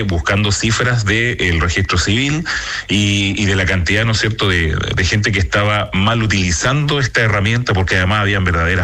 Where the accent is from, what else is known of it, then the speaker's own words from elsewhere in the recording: Rapa Nui, Valparaíso, Chile; era netamente para conseguir un cupo para habilitarse y poder residir en este territorio que es mi tierra de Rapa Nui.